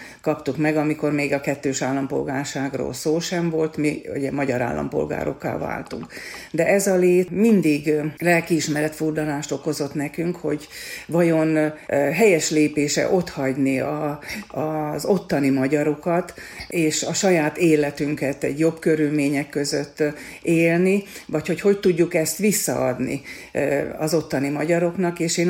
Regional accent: Upper Hungary, Slovakia; mi mind a ketten Felvidékről származunk. Ott születtünk, ott éltünk a 18 éves korunkig, ott érettségiztünk

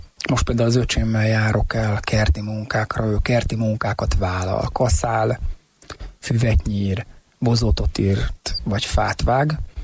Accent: Hungary

